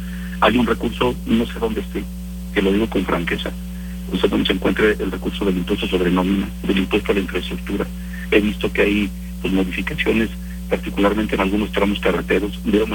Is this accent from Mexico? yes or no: yes; Fresnillo, Zacatecas, Mexico; soy un fresnillense enamorado de mi tierra.